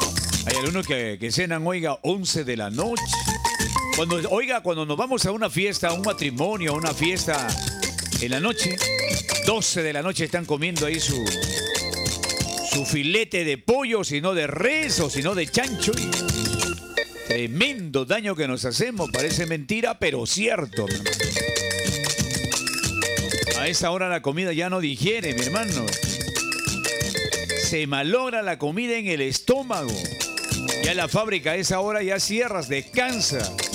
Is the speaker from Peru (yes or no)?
yes; Peru; Todos nos llamamos Perú, mi hermano, somos peruanos.